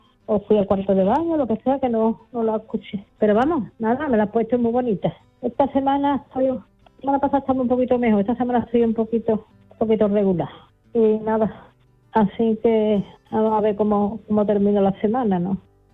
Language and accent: Spanish; Seville, Andalusia, Spain